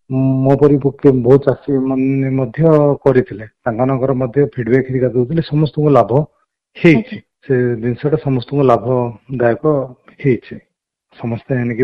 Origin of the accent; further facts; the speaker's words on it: Jeypore, Odisha, India; ମୁଁ ଜୟପୁର ବାସିନ୍ଦା।